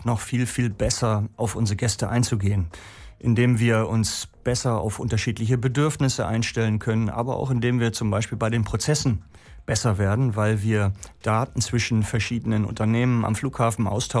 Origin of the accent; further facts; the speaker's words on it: Hamburg, Germany; moved away; gehe ich als Hamburger auch sehr gerne hin.